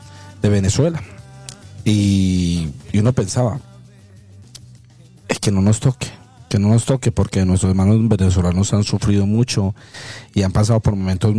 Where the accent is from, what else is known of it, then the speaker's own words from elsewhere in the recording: Pereira, Risaralda, Colombia; moved away; lejos de mi ciudad. Para los que no saben, yo soy de Pereira